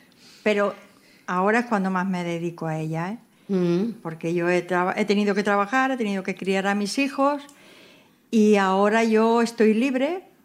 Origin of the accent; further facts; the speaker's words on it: Algeciras, Andalusia, Spain; Yo soy gaditana, de Algeciras.